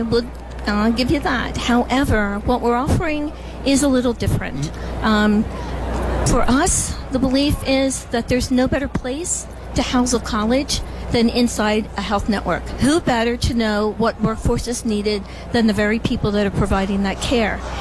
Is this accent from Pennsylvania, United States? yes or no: yes; Philadelphia, Pennsylvania, United States; I'm from the Philadelphia area, yeah. And I am a true Phillies fan.